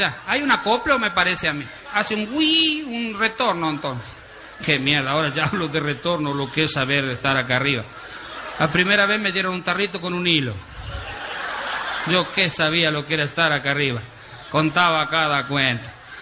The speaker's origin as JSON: {"language": "Spanish", "country": "Argentina", "tie": "born or raised there", "moved": "yes", "said": "Qué lindo mi pueblo de donde yo nací, que es Coloya Aviñón. Es un pueblo que uno siempre lleva en el corazón"}